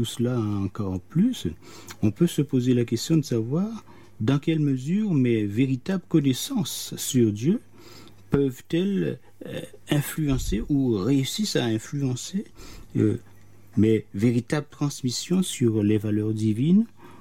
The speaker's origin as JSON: {"language": "French", "country": "Guadeloupe", "tie": "born or raised there", "said": "quand on était plus jeune, chez nous en Guadeloupe"}